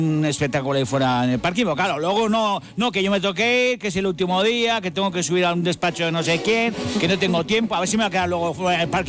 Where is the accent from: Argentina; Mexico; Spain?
Spain; Basque Country; porque soy vasco y a mí no me gana ni Bartolo.